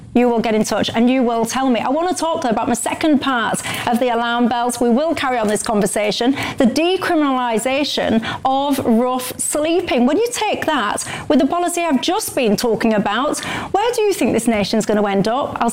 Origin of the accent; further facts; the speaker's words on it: Yorkshire and the Humber, United Kingdom; I found it deeply insulting that somebody had come to my county, Yorkshire, and is now actively described as a Yorkshire man